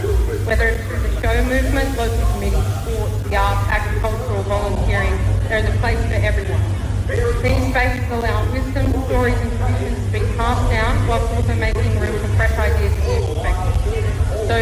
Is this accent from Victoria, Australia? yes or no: no; Warialda, New South Wales, Australia; I grew up in Warialba in northern New South Wales with my family sheep and cattle property.